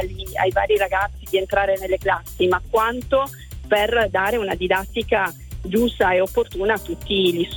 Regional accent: Apulia, Italy; now in Treviso, Italy; sono originaria della Puglia

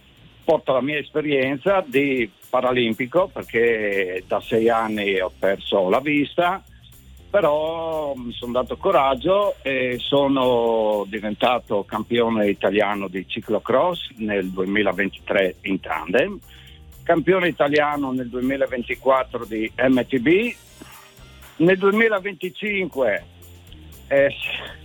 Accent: Friuli-Venezia Giulia, Italy

